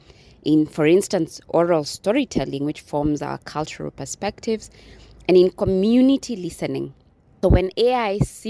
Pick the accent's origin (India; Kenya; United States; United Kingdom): Kenya; Nairobi; I come from Nairobi, Kenya. And I'm in Rome